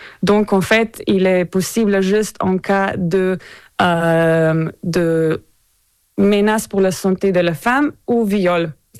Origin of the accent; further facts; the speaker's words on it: Slovenia; chez nous, en Slovénie